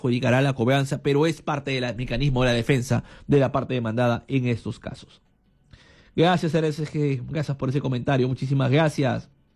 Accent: Chiclayo, Lambayeque, Peru; moved away; Y es el equipo de mi tierra. Mi Chiclayo lindo y querido.

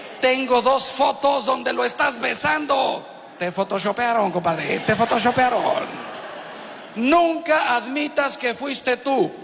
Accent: Mexico; moved away

